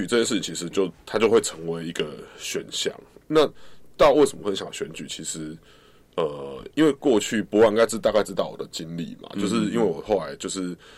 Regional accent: Kaohsiung, Taiwan; moved away; 我小时候就是经历过高雄的很大的转变

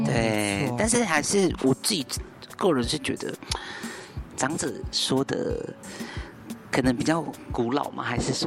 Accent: Hualien County, Taiwan; 我是来自花莲泰鲁阁族

